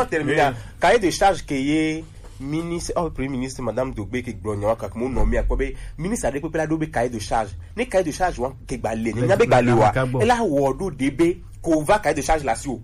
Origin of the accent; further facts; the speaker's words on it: Togo; parce que je suis togolais